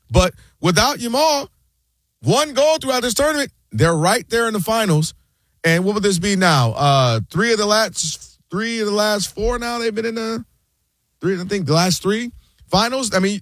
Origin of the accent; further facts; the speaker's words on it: Ann Arbor, Michigan, United States; I'm from Ann Arbor. I watched every snap.